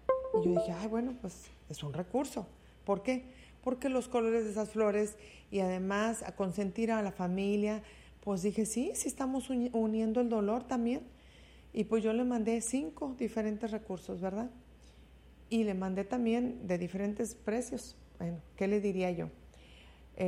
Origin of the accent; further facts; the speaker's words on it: Mexico; moved away; nosotros como mexicanos